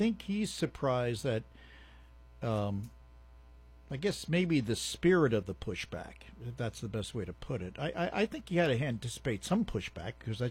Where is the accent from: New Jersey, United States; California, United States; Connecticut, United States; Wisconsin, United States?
New Jersey, United States; Jersey City; In my hometown, especially Jersey City, there's quite a few places like that.